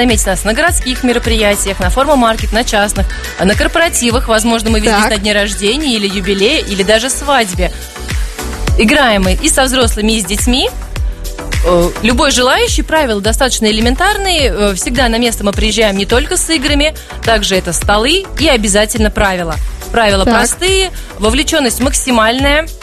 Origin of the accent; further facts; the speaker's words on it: Orenburg, Orenburg Oblast, Russia; Мы из Оренбурга добрались прекрасно.